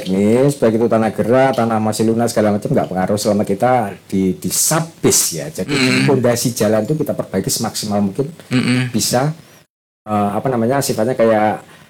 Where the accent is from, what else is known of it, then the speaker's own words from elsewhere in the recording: Ngawi, East Java, Indonesia; Saya memang asli Ngawi, tapi kerja di PUPR dari tahun 2003.